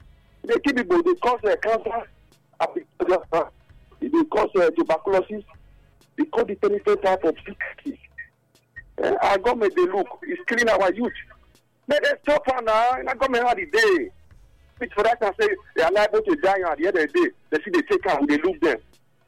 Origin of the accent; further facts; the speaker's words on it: Benin; I'm from Benin.